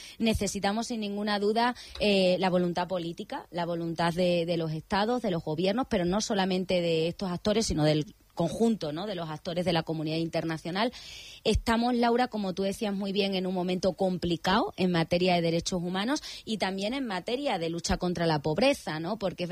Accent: Spain; yo soy española

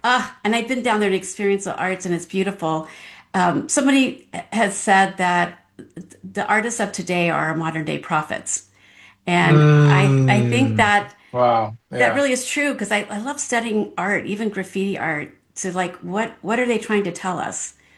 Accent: Phoenix, Arizona, United States; I was born and raised in Phoenix, and so I've seen the downtown area change greatly over the years.

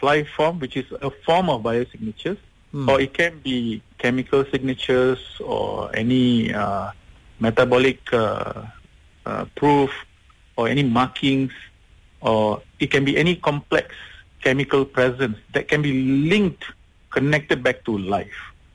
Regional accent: Malaysia; As a Malaysian, I see the red soils of Pahang.

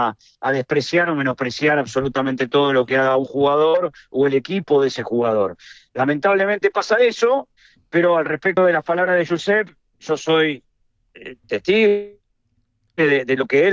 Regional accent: Argentina; estamos Jorge D'Alessandro y yo, somos argentinos.

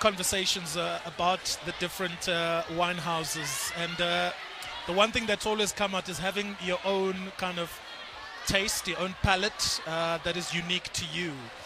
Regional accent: South Africa; we know it as South Africans

